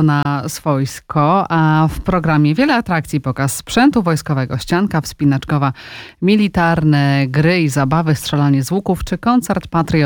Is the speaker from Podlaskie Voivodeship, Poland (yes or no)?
yes; Łomża, Podlaskie Voivodeship, Poland; My z Łomży, będzie też oczywiście żołnierska grochówka od 12 do 17 w parku Jana Pawła II w Łomży.